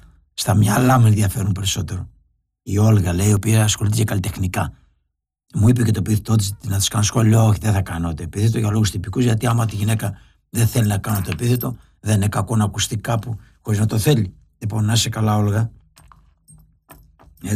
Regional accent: Lefkada, Ionian Islands, Greece; Εμείς στη Λευκάδα

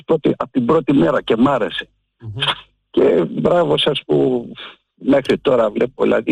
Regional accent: Peloponnese, Greece; εμείς είμαστε από την άλλη μεριά, από το άλλο φορές, από τη Λακωνία.

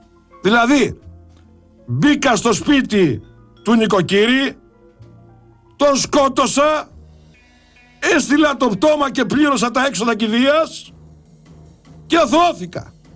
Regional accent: Greece; ως Έλληνες πολίτες

